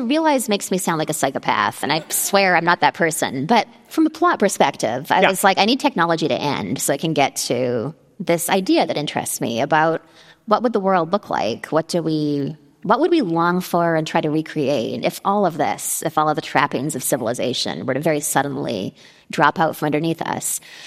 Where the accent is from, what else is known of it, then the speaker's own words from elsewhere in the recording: Canada; I feel I'm Canadian.